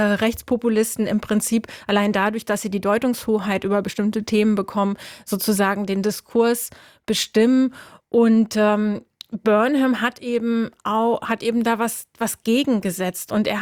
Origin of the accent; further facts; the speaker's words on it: Germany; Das ist ja gerade so als Deutsche, war das sehr angenehm, so zu sehen.